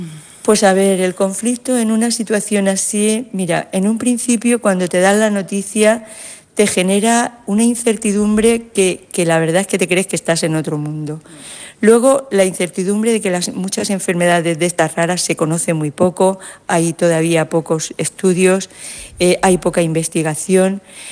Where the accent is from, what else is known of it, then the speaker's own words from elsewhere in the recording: Elche, Valencian Community, Spain; porque vengo de Elche, de la Comunidad Valenciana